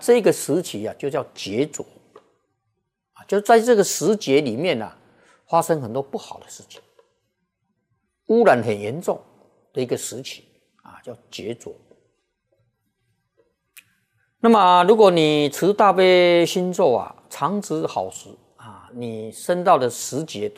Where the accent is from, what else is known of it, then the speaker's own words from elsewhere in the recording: Taiwan; born there; 像我们生在台湾啊，像我这个年纪的生在台湾啊